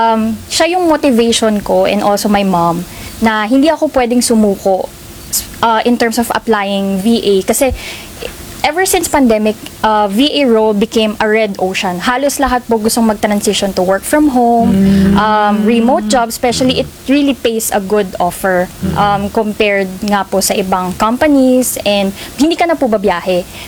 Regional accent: Marikina, Metro Manila, Philippines; Sa parang Marikina po.

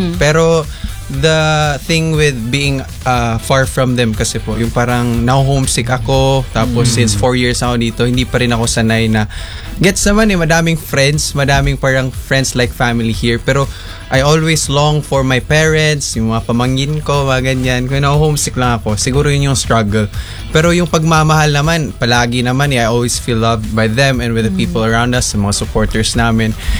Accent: Cebu, Central Visayas, Philippines; now in Manila, Philippines; Ako taga Cebu ko.

